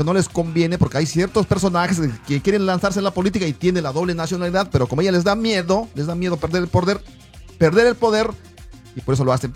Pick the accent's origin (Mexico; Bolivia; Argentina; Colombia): Mexico; born there; soy 100% mexicano, nací en México.